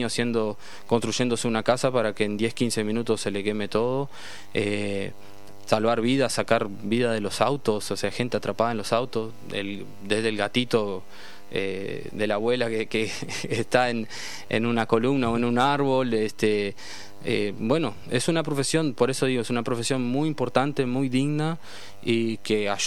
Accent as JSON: {"language": "Spanish", "country": "Uruguay", "said": "yo soy muy uruguayo. Me gusta mucho mi país, me gusta mucho nuestra cultura."}